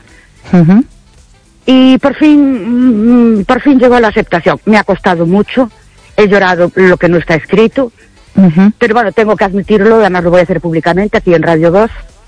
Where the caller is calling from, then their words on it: Ourense, Galicia, Spain; de Ourense.